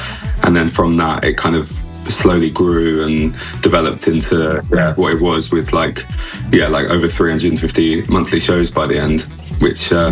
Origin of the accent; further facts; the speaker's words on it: London, United Kingdom; moved away as an adult; also born or lived in Liverpool; Yeah, so originally I'm from London, and I lived in Southwest